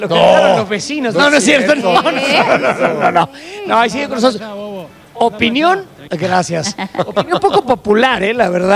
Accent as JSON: {"language": "Spanish", "country": "Mexico"}